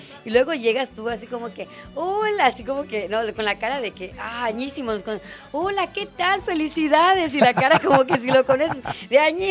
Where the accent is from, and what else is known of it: Mexico